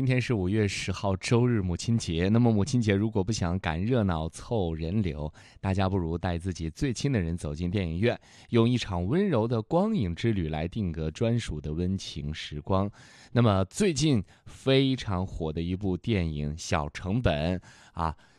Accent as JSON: {"language": "Chinese", "country": "China", "said": "它讲述的就是我们中国人心底里最柔软的回忆"}